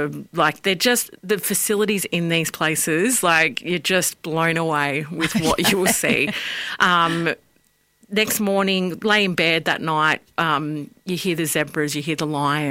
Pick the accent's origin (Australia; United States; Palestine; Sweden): Australia; Obviously, being Australian, it's hard to bring some of them back, but we definitely partook in a lot of their cultures.